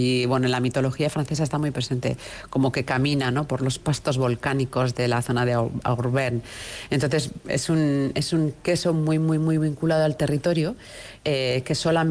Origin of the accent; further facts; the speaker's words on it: Basque Country, Spain; Nosotros, como vascos que tenemos la capacidad de identificar estos paisajes